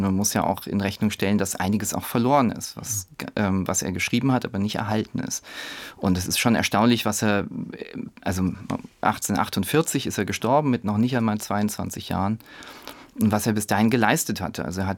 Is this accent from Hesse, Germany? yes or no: yes; Fulda, Hesse, Germany; Also ich komme auch eben aus